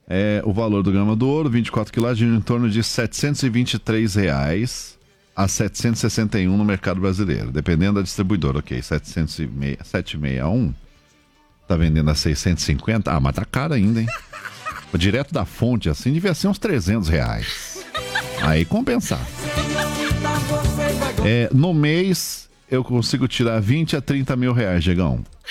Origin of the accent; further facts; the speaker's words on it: Guarulhos, São Paulo, Brazil; Quando era moleque lá em Guarulhos, eu ia nas feiras do rolo.